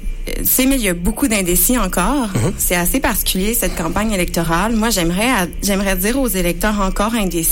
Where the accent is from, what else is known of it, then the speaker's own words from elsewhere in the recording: Quebec, Canada; qu'on travaille sur nos forces en tant que Québécois, Québécoises